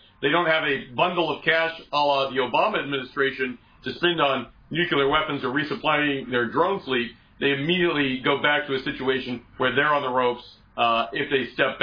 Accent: Iowa, United States; In my home state of Iowa here, we have suffered a disproportionate number of the body blows suffered by Iran

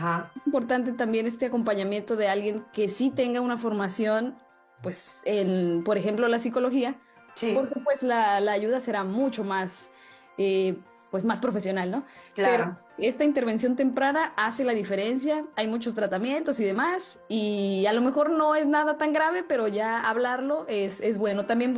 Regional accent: Mexico; Necesitaríamos redefinir juntos como latinos, como mexicanos, lo que es ser una buena madre.

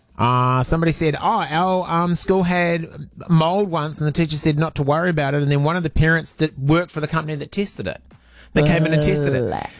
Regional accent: Germany; I grew up in Germany, and they wanted to build extra classrooms on top of a two-story building.

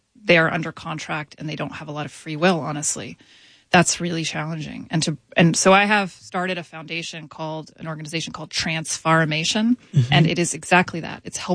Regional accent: Florida, United States; Well, I grew up in Florida in the swamps in my backyard, and there were these ducks that used to lay their eggs and babies right in my mom's flower bed.

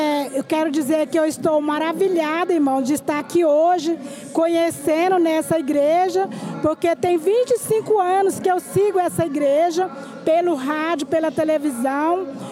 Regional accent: Goiânia, Goiás, Brazil; Eu sou de Goiânia

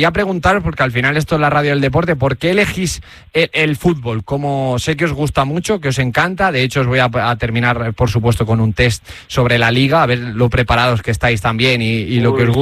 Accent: Granada, Andalusia, Spain; En este caso a Granada, a Granada, porque yo soy de Granada

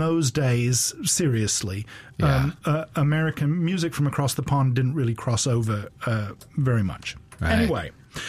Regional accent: England, United Kingdom; they're Canadian, of course, which I'm English, you know, so.

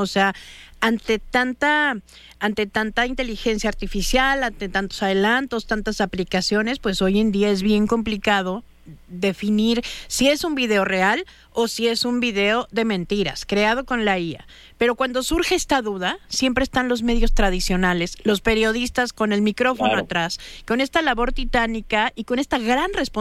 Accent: Mexico

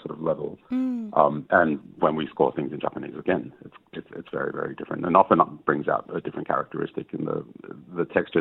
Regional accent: Papua New Guinea; This particular story, I'm from Papua New Guinea, so been aware of sort of the slave trade that happened in Australia with Pacific Islanders during the late 1800s, early 1900s

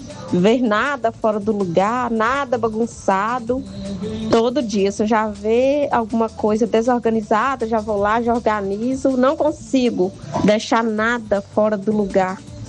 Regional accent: Antônio Dias, Minas Gerais, Brazil; eu sou do Antônio Dias, Minas Gerais.

